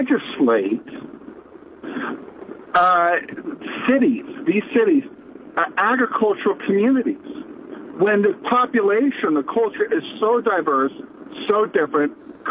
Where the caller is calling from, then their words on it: California, United States; I'm from California